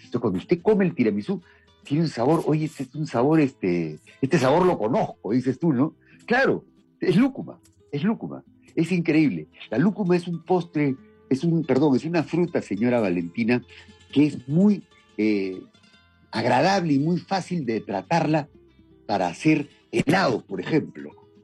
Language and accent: Spanish; Peru; Somos peruanos al comer ramfañote, en realidad.